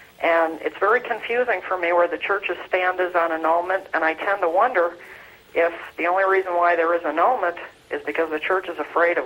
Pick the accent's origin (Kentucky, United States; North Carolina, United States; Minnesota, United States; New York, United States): Minnesota, United States; I'm from Minnesota.